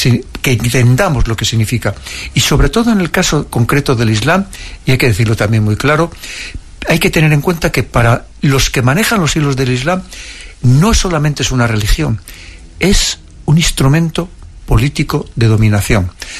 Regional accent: Spain; nosotros ahora a lo mejor, como españoles, como europeos, en el que vivimos en una época de lo que prima es el materialismo

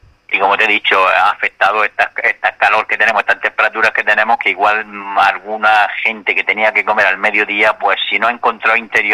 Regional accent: Águilas, Region of Murcia, Spain; born there

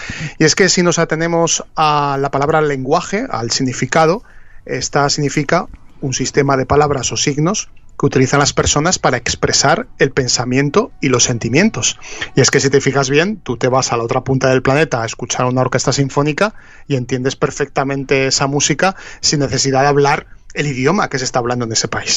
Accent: Zaragoza, Aragon, Spain; born there; moved away; Estoy en Zaragoza. He vuelto a mi ciudad natal por unos días.

